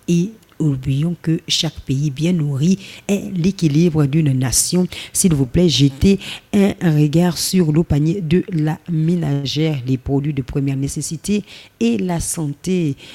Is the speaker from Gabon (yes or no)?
yes; Gabon; Mais pourquoi nous rendre la tâche si difficile quand nous savons qu'en tant que Gabonais et agent de l'État, c'est notre droit d'avoir une pièce d'identité?